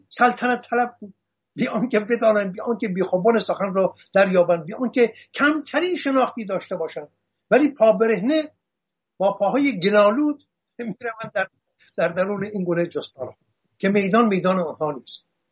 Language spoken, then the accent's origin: Persian; Hamadan, Iran; born there; شاهنشاه داریوش بزرگ در سنگ نبشتهی که در گنجنامه همدان زادگاه من برای ما به یادگار گذاشت